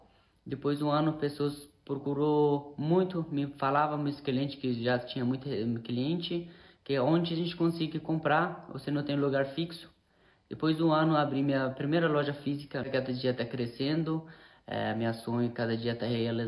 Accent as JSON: {"language": "Portuguese", "region": "Ghazni", "country": "Afghanistan", "tie": "born or raised there", "second_language": "Portuguese", "moved": "yes", "lives_now": "Brazil", "said": "Eu sou da Afeganistão, cidade de Ghazni, perto da capital, 150 km longe. Eu nasci numa família de 7 filhos, eu sou filho número 6."}